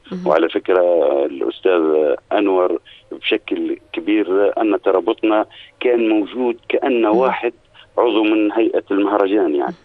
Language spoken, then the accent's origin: Arabic; Tunisia; احنا عندنا في تونس